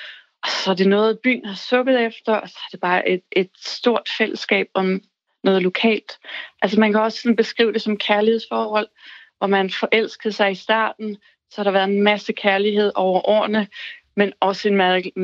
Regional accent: Aarhus, Central Denmark Region, Denmark; moved away as an adult; also born or lived in London / Myanmar; now in Gilleleje, Denmark; Det er et stadion, hvor jeg er vokset op.

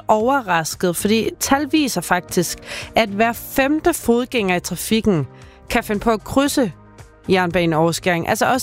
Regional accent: Varde, Region of Southern Denmark, Denmark; jeg er fra Varde.

